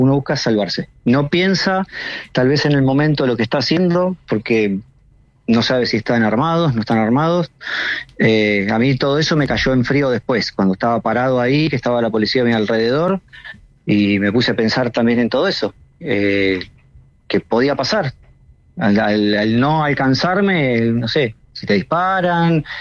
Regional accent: Buenos Aires, Argentina; Del conurbano.

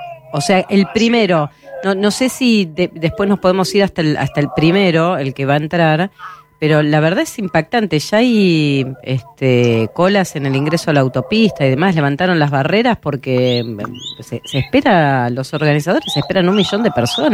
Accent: Bernal, Buenos Aires Province, Argentina; also born or lived in Avellaneda; yo tuve toda mi adolescencia en el colegio en el ENSPA de Avellaneda y vivía en Bernal.

